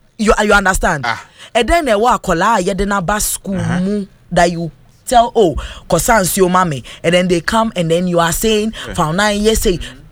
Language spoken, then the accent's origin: English; Nungwa, Greater Accra, Ghana; from Nungwa.